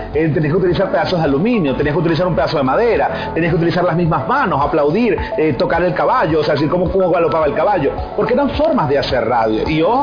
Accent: Zulia, Venezuela; los dos somos del Zulia

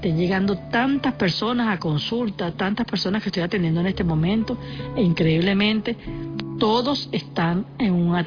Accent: Venezuela; Entonces, nosotros como venezolanos tenemos esa capacidad, ese mecanismo mental de salir adelante con una sonrisa.

